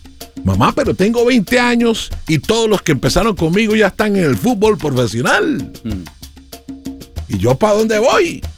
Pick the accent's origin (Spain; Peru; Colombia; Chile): Colombia; now in United States; me voy a Estados Unidos a rebuscarme, como todo colombiano, ¿no? Que venimos aquí